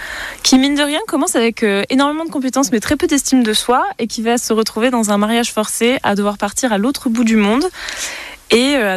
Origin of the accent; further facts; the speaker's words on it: central France, France; now in Bordeaux, France; j'ai grandi dans le centre de la France